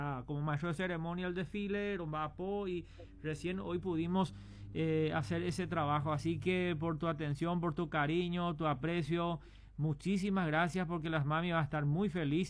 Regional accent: Paraguay; somos paraguayos, con cédula de identidad

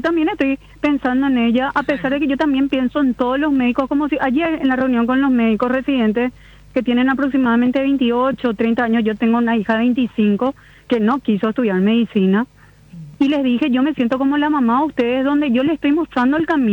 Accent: Paraguay; ¿qué es lo que nosotros queremos como paraguayos?

